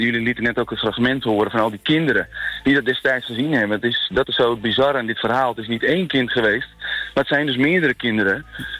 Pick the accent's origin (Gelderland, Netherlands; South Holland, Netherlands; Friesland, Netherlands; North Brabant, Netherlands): Friesland, Netherlands; ik ben zelf Fries